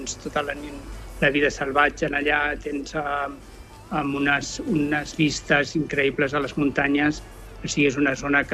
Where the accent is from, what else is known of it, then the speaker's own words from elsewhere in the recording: Catalonia, Spain; O sigui que des del principi que ens ha dit que nosaltres som catalans i que som una família catalana i que no som espanyols.